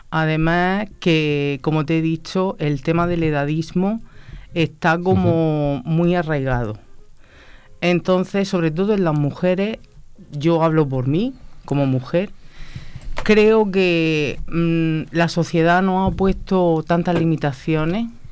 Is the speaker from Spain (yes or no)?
yes; Region of Murcia, Spain; en mi tierra, en Murcia.